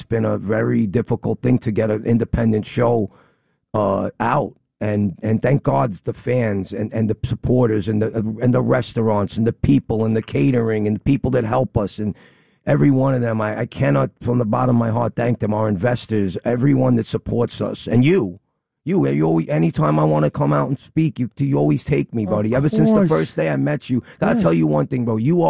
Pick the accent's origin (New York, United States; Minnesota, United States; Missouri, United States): New York, United States; New York City; I'm from Gravesend.